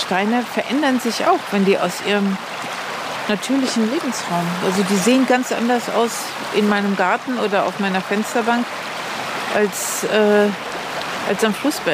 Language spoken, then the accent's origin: German; Germany; Und ich bin am Rhein aufgewachsen. Und dass mich das doch sehr geprägt hat, dieses Aufwachsen am Fluss.